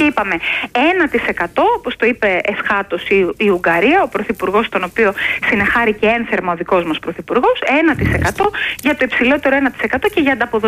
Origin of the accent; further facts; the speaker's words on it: Peloponnese, Greece; Ας συμφωνήσουμε ότι διαφωνούμε, που λένε στο χωριό μου στη Μάνη